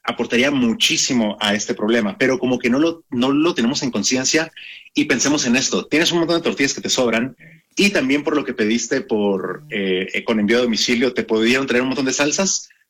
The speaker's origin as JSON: {"language": "Spanish", "country": "Mexico", "said": "siendo mexicano"}